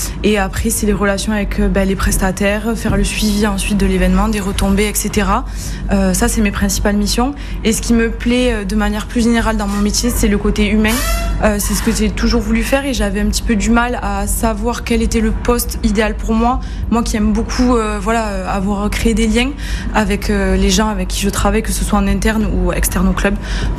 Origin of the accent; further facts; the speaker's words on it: Occitanie, France; born there; Je suis née dans le Tarn, donc terre de rugby, plutôt rugby à 15.